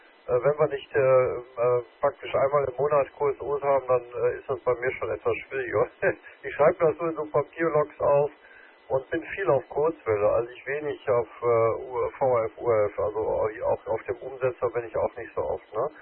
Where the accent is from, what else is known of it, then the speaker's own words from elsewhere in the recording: Wuppertal, North Rhine-Westphalia, Germany; now in Remscheid, Germany; weil ich da praktisch ursprünglich in Wuppertal aufgewachsen und in Romeo 16 Wuppertaler OV. Jetzt bin ich inzwischen natürlich schon ewig hier in Remscheid